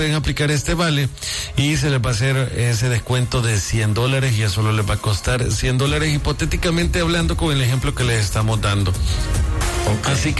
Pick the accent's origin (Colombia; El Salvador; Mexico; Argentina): El Salvador; esa persona excepción tenemos como salvadoreños, pero acá nos dice todo lo contrario